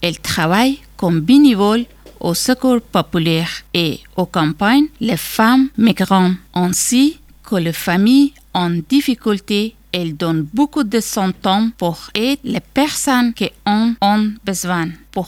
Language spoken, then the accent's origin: French; Afghanistan; French is a second language; moved away as an adult; now in Rennes, France; je viens d'Afghanistan.